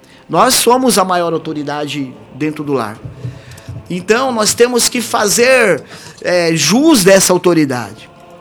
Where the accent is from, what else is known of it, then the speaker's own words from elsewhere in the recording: São Paulo, Brazil; Eu sou de São Paulo